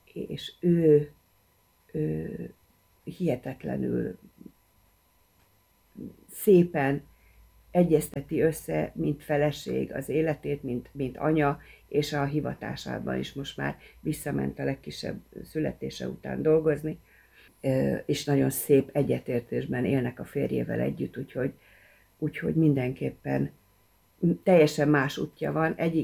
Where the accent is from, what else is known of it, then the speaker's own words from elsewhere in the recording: Hungary; mit jelent az, hogy magyarok vagyunk. Mert találkoztam ottani magyarokkal, és szégyen volt, hogy ők mennyivel többet tudtak magyar történelemről, földrajzról, népdalokat, stb.